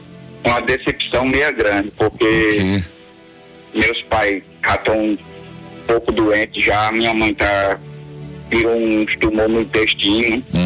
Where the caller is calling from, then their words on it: Lagoa de Pedras, Rio Grande do Norte, Brazil; Eu falo da zona rural, município de Lagoa de Pedra, Rio Grande do Norte, capital Natal.